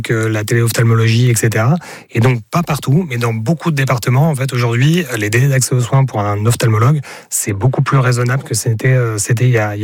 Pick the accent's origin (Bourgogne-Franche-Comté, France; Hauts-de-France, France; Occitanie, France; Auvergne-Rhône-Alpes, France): Hauts-de-France, France; alors moi je viens de Picardie, de l'Aisne par exemple